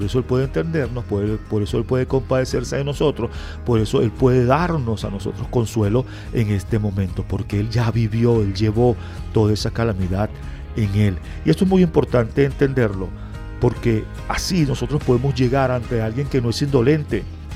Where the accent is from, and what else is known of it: Venezuela